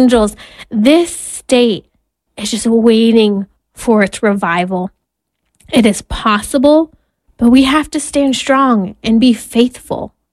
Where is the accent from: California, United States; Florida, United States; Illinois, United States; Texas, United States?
California, United States; Because I love my home state of California.